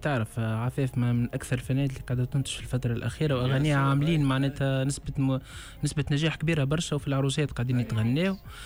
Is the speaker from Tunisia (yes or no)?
yes; Tunisia